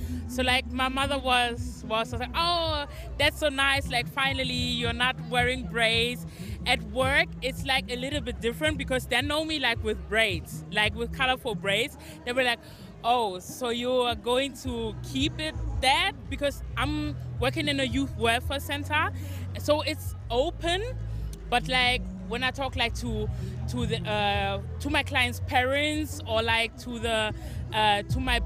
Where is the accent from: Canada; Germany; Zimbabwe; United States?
Germany; I feel like, for me, I grew up in Germany.